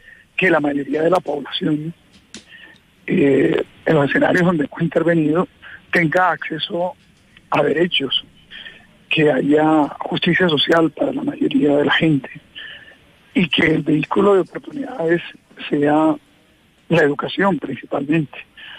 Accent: Caribbean Region, Colombia; somos del Caribe colombiano

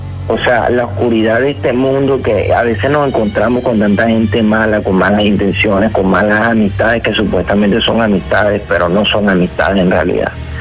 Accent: Magdalena, Colombia; born or raised there

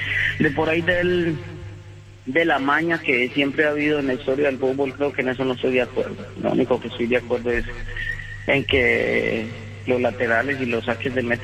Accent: Colombia; nosotros como colombianos

